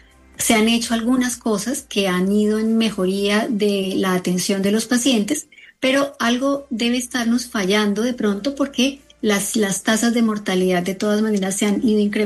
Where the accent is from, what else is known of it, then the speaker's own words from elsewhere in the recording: Colombia; nosotros como colombianos y como latinoamericanos en general